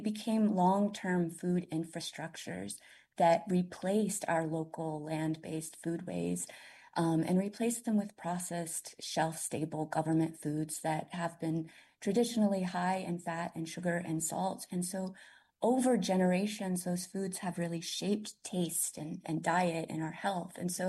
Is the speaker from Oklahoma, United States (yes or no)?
yes; Tulsa, Oklahoma, United States; Yeah, so I grew up in Tulsa, and, you know, we lived outside of the reservation boundaries, so we weren't eligible for commodity foods.